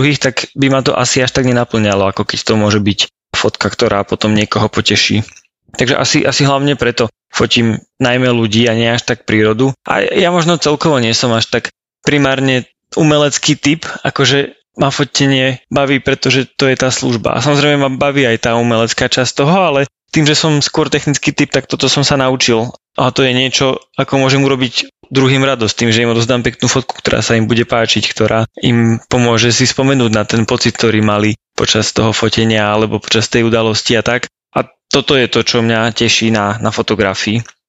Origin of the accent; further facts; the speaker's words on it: Žilina, Žilina Region, Slovakia; mám 25 rokov, pochádzam do Žiliny a už takmer rok som ženatý.